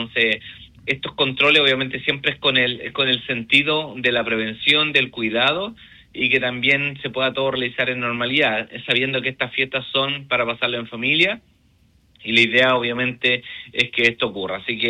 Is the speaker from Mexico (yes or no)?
no; Chile; nuestra identidad como chileno